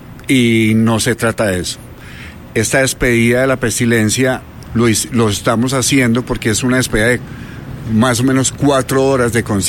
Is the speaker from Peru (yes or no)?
no; Medellín, Antioquia, Colombia; Pero a la par, yo también crecí, mi niñez fue en Campo Valdés, que es un barrio de Medellín que también ha sido, no es un barrio pues de pudiente ni mucho menos.